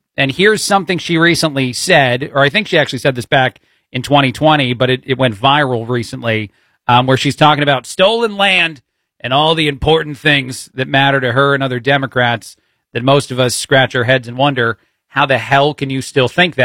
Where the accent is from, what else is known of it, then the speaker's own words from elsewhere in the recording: East Coast, United States; I'm born and raised on the East Coast.